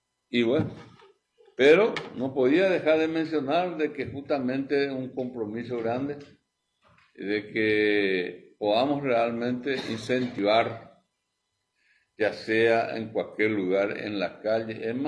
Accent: Paraguay

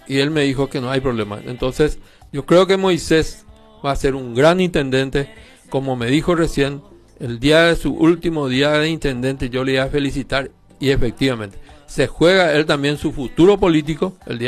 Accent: Paraguay; somos paraguayos.

